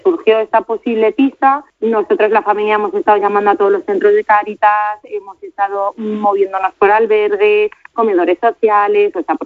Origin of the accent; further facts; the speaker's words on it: Madrid, Community of Madrid, Spain; la familia somos de Madrid